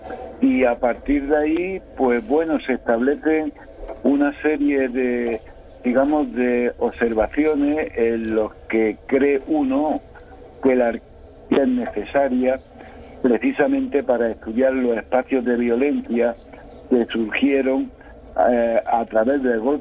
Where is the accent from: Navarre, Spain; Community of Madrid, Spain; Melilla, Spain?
Melilla, Spain; yo soy una ciudad de Melilla que está junto a un medio volcánico que es el paralelo del vulcanismo de Cabo de Gata